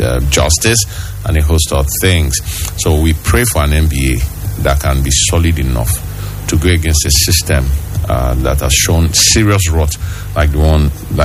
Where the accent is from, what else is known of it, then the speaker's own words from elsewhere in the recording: Nigeria; I'm Nigerian